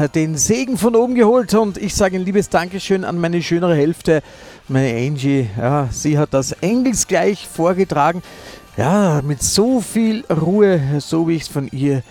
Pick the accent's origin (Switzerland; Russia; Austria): Austria; Ich bin Österreicher